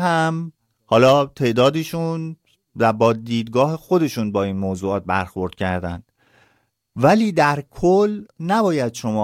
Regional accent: Iran; now in Sweden; به عنوان یه ایرانی

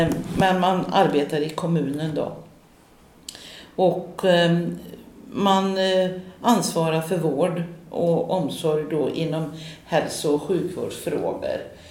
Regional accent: Västra Götaland County, Sweden; jag är redig västgöte.

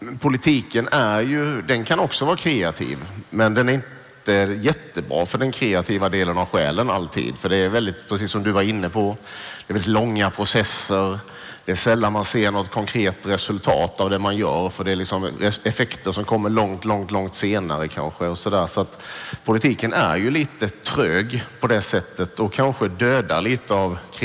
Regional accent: southern Sweden, Sweden; Men jag är från en liten kommun, en liten stad i södra Sverige.

